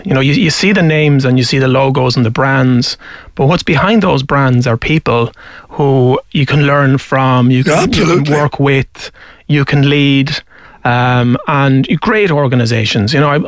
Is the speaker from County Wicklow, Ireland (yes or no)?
no; Westmeath, Ireland; I grew up in Westmead, Bobby, on a small mixed farm.